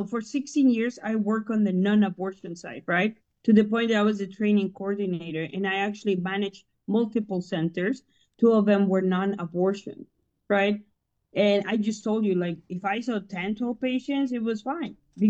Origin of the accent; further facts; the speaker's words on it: Mexico; Now, look, I was born and raised in Mexico, so I know what the cartel looks like in person, right?